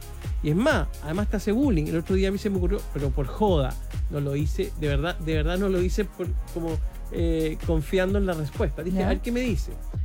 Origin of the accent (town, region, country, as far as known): Chile